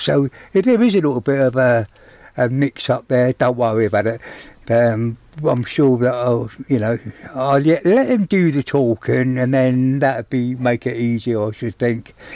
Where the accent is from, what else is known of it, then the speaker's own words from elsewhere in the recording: Portsmouth, South East England, United Kingdom; accent: Pompey; Oh, I'm from Portsmouth. I now speak English. I speak Pompey.